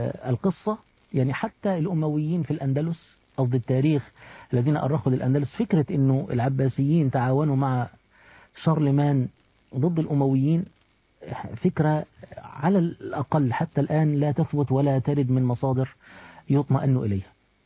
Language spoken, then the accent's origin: Arabic; Egypt; يعني مثلا إحنا عندنا في مصر النقاب قليل، النقاب قليل، المتدينة الموجودة في مصر هي المتدينة التي تكشف وجهها